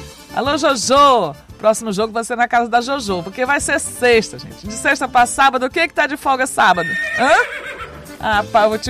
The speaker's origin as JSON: {"language": "Portuguese", "country": "Brazil", "said": "somos brasileiros."}